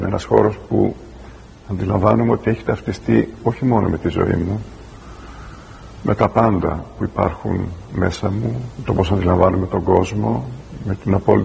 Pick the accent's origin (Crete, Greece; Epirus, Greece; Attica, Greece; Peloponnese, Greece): Crete, Greece; Rethymno; τι είναι η πόλη μου